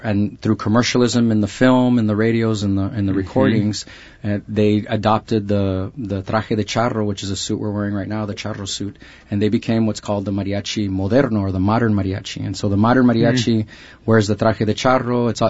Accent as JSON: {"language": "English", "town": "San Antonio", "region": "Texas", "country": "United States", "said": "But I'm from Texas originally. I'm from the city of San Antonio, go Spurs."}